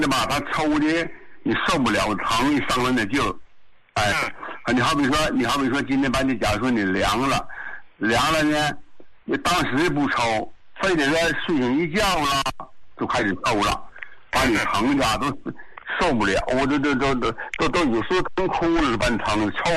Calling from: Qinhuangdao, Hebei, China; 我是那个秦皇岛的。

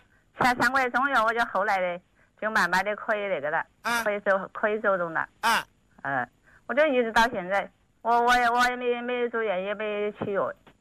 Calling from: Yichang, Hubei, China; 我宜昌的。

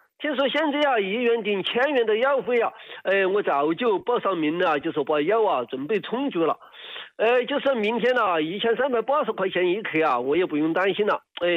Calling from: Chongqing, China; 哎，我是重庆的。

